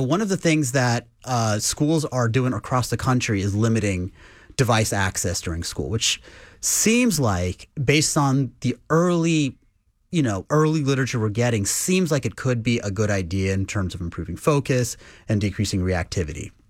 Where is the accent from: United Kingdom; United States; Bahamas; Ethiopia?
United States; Lake Jackson, Texas; which is how I grew up in Lake Jackson, Texas.